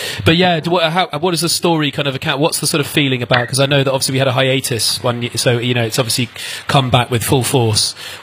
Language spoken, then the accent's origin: English; Midhurst, South East England, United Kingdom; and I come from Midhurst